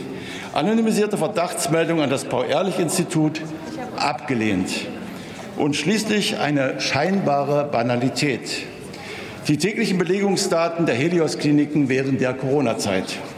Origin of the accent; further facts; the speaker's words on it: Saxony-Anhalt, Germany; Ich komme aus Sachsen-Anhalt